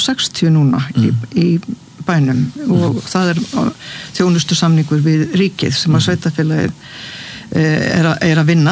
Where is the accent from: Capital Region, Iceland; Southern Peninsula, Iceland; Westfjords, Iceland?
Southern Peninsula, Iceland; Suðurnesjabær; að samfylkingin vann sigur í Suðurnesjabæ, mínum heimabæ fengu 34%